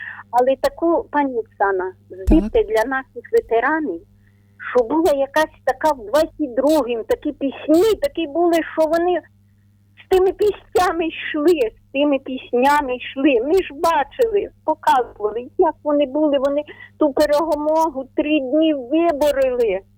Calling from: Ternopil Oblast, Ukraine; Тернопільщина.

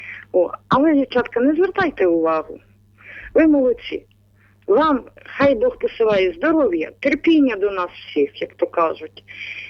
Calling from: Bila Tserkva district, Kyiv Oblast, Ukraine; я сама з Київщини, з Білоцерківського району.

